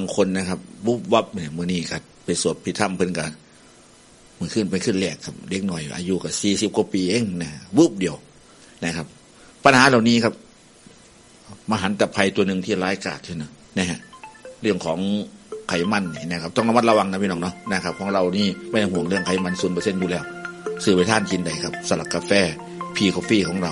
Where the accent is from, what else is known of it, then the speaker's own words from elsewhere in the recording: Kaset Wisai, Roi Et, Thailand; โดยเฉพาะทางบ้านเกิดนะครับเกษตรวิสัยเฮาเป็นจังได๋เนาะ